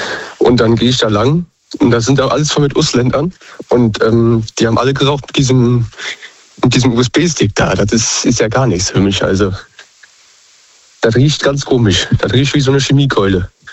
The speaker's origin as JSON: {"language": "German", "region": "Rhineland-Palatinate", "country": "Germany", "said": "Ich komme aus Westerwald."}